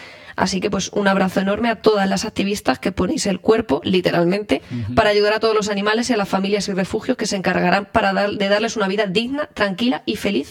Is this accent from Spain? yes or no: yes; Castilla-La Mancha, Spain; Mi pueblo que está cerquita, a una hora de Toledo